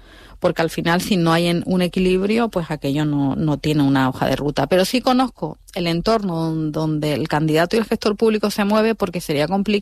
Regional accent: Andalusia, Spain; yo soy andaluza, entonces, bueno, he tenido mucha co

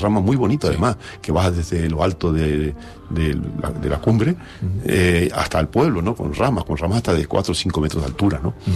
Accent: Canary Islands, Spain

